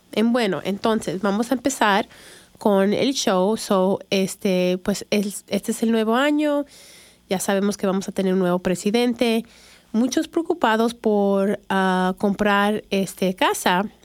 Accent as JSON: {"language": "Spanish", "town": "Chicago", "region": "Illinois", "country": "United States", "tie": "born or raised there", "moved": "yes", "lives_now": "Lexington, United States", "said": "Yo nací en Chicago. Mi mamá es de Perú, Lima, Perú. Mi papá es de México. Y pues yo nací en Chicago, crecí en Chicago y ya tengo 26 años viviendo aquí en el estado de Kentucky. Y aquí es donde me decidí quedar."}